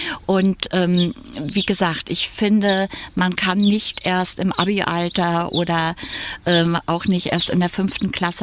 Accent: Greifswald, Mecklenburg-Vorpommern, Germany; ich komme aus Greifswald

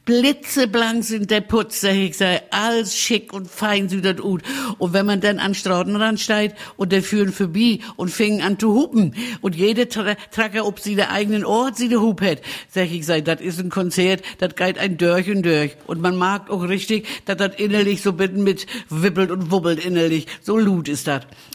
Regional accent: Malchin, Mecklenburg-Vorpommern, Germany; In unserer schönen Waldarena da in Hainholz bei uns in Malchin. Wer die Gegend kennt, der weiß ja, dass das da unten ganz schön ist. Aber für uns Malchiner sagen wir ja immer

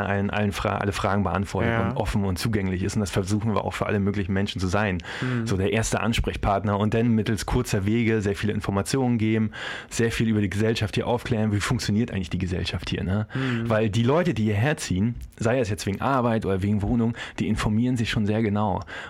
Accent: Mecklenburg-Vorpommern, Germany; moved away as an adult

